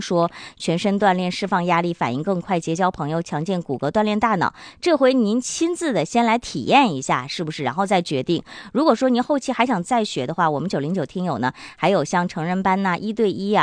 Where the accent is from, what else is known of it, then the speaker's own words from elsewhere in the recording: Northeast China, China; 不仅我们东北人啊对于这首歌感同身受